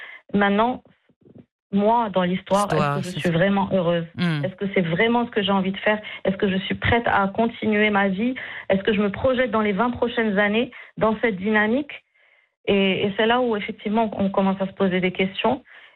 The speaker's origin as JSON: {"language": "French", "country": "Morocco", "tie": "born or raised there", "moved": "yes", "said": "quand j'ai quitté le Maroc, je me suis rendu compte que je ne savais pas qui j'étais. J'avais évolué dans une société où on ne prend pas le temps de nous poser la question de qui on est, quels sont nos besoins."}